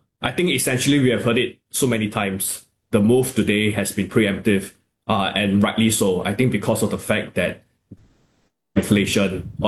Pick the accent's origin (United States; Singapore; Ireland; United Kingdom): Singapore; being a Singaporean myself and being part of the household as well